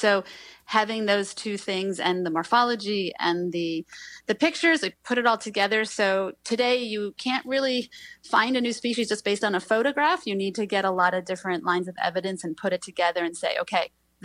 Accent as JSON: {"language": "English", "country": "United States", "said": "for me as an American"}